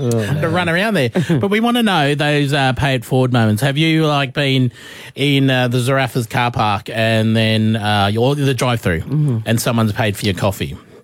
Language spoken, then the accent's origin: English; Australia; I'm the Australian Oprah Winfrey.